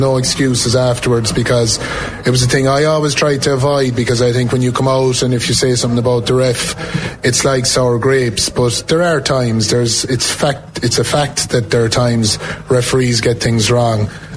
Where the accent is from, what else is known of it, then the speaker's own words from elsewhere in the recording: Lixnaw, Munster, Ireland; I come from Lixnaw. I come from a hurling area.